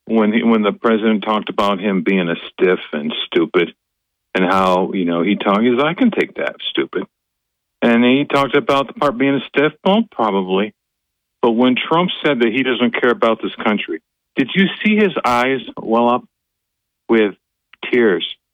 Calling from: Binghamton, New York, United States; from Binghamton.

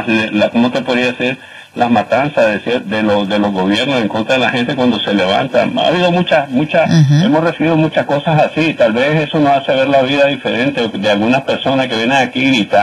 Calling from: New York, United States; desde aquí en Nueva York.

